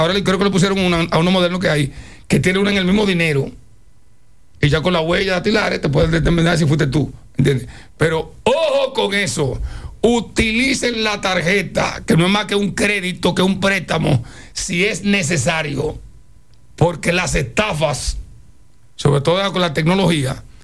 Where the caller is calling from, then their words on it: San Juan, Puerto Rico; yo soy de San Juan